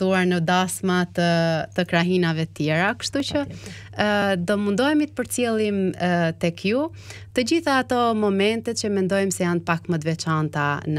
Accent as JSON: {"language": "Albanian", "town": "Has", "region": "Kukës County", "country": "Albania", "said": "Unë jam nga Veriu i Shqipërisë, nga Hasi."}